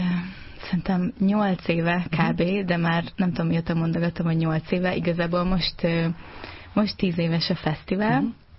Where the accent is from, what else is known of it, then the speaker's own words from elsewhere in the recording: Győr-Moson-Sopron, Hungary; Én Györmellől származom, és a családom azóta is ott él, és a középiskola után Pécsre mentem tanulni.